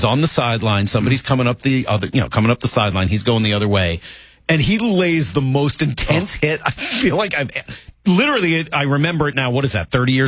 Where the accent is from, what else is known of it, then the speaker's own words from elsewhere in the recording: New England, United States; Growing up in New England